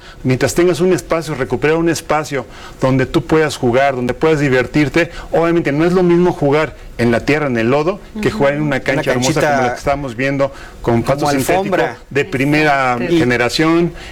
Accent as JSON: {"language": "Spanish", "region": "Mexico City", "country": "Mexico", "said": "Soy de Magdalena Contreras, y eran canchas de tierra"}